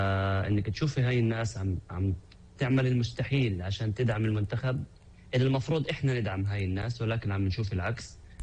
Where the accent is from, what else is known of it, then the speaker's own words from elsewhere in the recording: Palestine; احنا كفلسطينيين اعتدنا نعيش في هاي الظروف